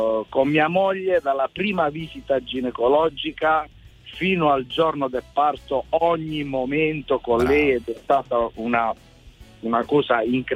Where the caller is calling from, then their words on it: Bari, Apulia, Italy; Io in questo momento sono in direzione Milano, sono un autista, ma sono di Bari.